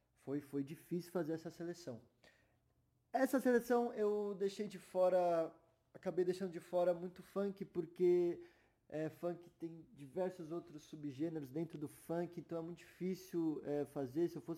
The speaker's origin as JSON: {"language": "Portuguese", "region": "São Paulo", "country": "Brazil", "said": "eu sou de São Paulo, para você que não me conhece, Brasil, da cidade de São Paulo mesmo."}